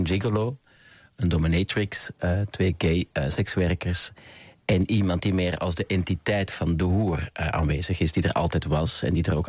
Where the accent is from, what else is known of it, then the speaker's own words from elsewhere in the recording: Belgium; moved away as an adult; now in Amsterdam, Netherlands; Nee, ik was 19. Ik kwam van een boerengehucht uit België. Ik kwam in Amsterdam terecht. Ik ging hier studeren, Nederland.